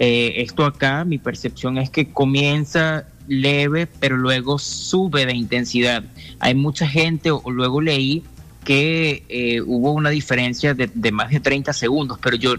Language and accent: Spanish; Venezuela; mis connacionales venezolanos